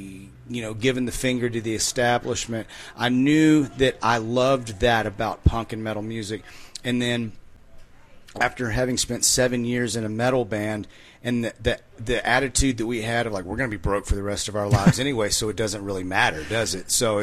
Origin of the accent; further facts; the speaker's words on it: Fort Worth, Texas, United States; so it's yeah, I'm from Fort Worth.